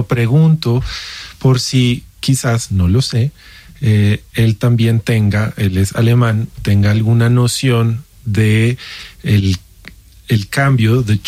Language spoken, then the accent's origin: Spanish; Colombia; cuando pensamos en nuestras raíces, nos conectamos en Colombia principalmente con España